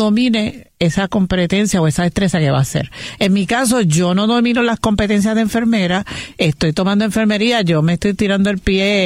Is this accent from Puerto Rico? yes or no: yes; Río Piedras, Puerto Rico